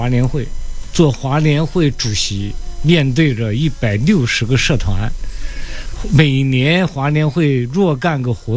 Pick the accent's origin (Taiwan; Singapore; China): China; Anhui; moved away; 包括我是安徽人，我们安徽同乡会